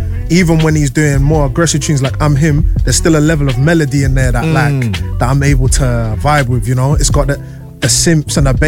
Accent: Nigeria; I'm Nigerian, bro. Like, if you take my blood, it's going to say Nigerian

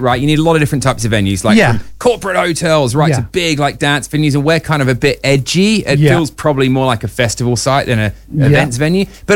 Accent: Australia; Also, as an Aussie in this country, when I maybe speak in a way I shouldn't and wouldn't on your respectful radio show, people make excuses for me

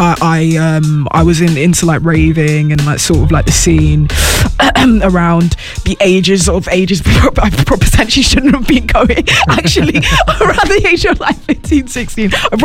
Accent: London, United Kingdom; I grew up in Southeast London, Peckham, to be exact. I grew up as an only child. I'm an only child.

